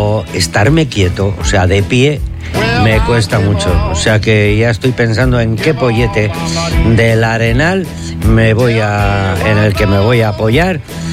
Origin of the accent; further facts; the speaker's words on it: Táchira, Venezuela; porque John y yo somos gochos